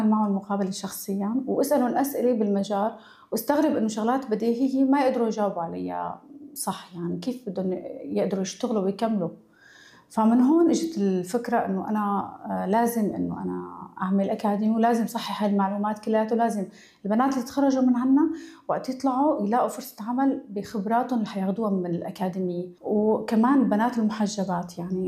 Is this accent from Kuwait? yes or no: no; Syria; moved away as an adult; now in Berlin, Germany; من سوريا، صاحبة مركز أكاديمية غالية للتجميل ببرلين. وصلت على ألمانيا بال 2015 وبلشت باللغة